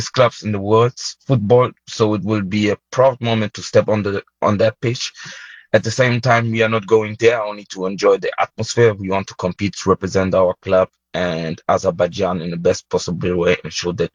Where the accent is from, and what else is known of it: Germany; born or raised there